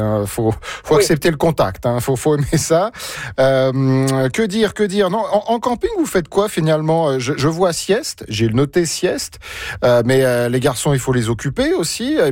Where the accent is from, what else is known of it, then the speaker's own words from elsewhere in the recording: France; moved away as an adult; now in Canada; je suis français